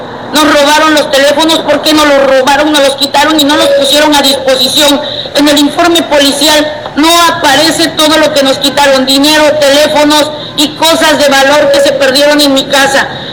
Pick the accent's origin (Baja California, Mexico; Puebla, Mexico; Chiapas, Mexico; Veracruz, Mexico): Veracruz, Mexico; pedí asilo político para irme de mi tierra, a donde yo he trabajado, donde hice un patrimonio para mí, para mis hijos. Y hoy tengo que huir de Veracruz